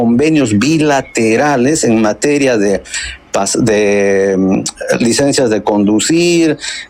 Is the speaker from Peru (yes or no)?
yes; Peru; now in Italy; los peruanos que hayamos tenido nuestros aportes a la seguridad social del país en que vivimos, en este caso yo le hablo de Italia